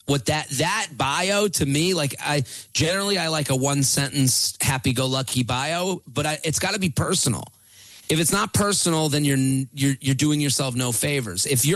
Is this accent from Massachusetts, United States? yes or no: yes; Needham, Massachusetts, United States; It's so cool to be on NPR. I'm from Needham. So it's like cool to hear like all the, you know, 617 numbers and BU and all that stuff.